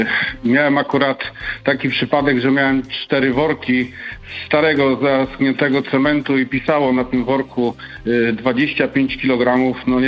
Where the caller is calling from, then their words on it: Denmark; ja dzwonię z Danii